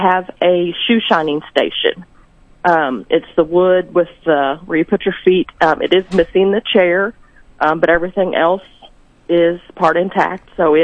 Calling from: Sedalia, Missouri, United States

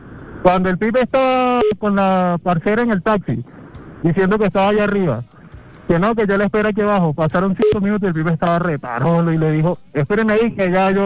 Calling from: Venezuela; yo soy venezolano

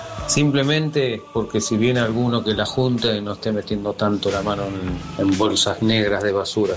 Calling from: Ciudad Evita, Buenos Aires Province, Argentina; de Ciudad Evita.

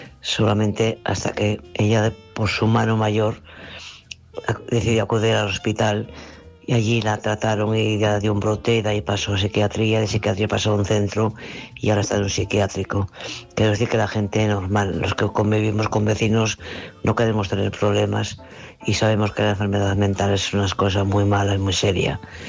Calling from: Santander, Cantabria, Spain

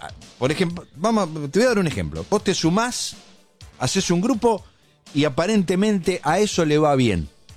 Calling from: General Rodríguez, Buenos Aires Province, Argentina; Buen día, Cali. … de General Rodríguez.

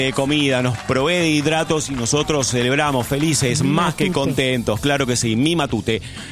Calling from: Río Tercero, Córdoba, Argentina; de Río Tercero, provincia de Córdoba.

